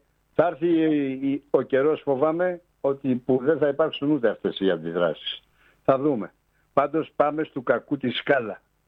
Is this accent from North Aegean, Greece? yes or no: yes; Samos, North Aegean, Greece; εδώ στη Σάμο